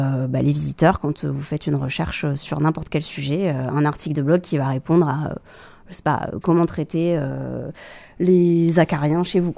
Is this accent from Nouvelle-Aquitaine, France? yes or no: yes; Périgueux, Nouvelle-Aquitaine, France; also born or lived in Bordeaux; now in Ménesplet, France; je viens de Périgueux, oui.